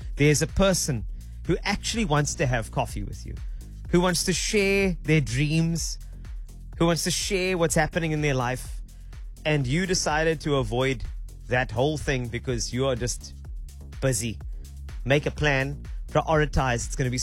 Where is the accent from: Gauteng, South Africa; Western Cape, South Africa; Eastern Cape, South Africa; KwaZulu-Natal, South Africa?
Western Cape, South Africa; Cape Town; I'm from Cape Town and that's not a big thing here.